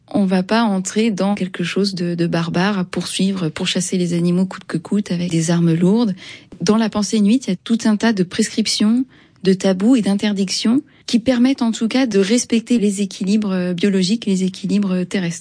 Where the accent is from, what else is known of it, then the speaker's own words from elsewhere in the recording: France; Je suis française